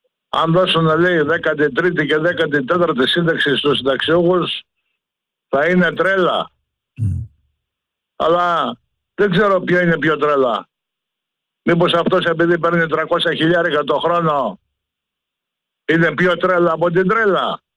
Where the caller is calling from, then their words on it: Thessaly, Greece; από τον Κόζακα.